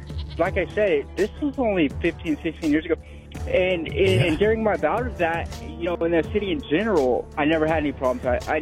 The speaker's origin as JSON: {"language": "English", "town": "Austin", "region": "Texas", "country": "United States", "tie": "born or raised there", "said": "You know, I'm 30. I grew up in Austin, lived here my whole life."}